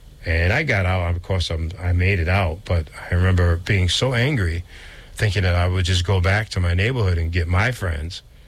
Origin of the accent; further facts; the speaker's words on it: Roxbury, Massachusetts, United States; I was bus from Roxbury out to Lexington.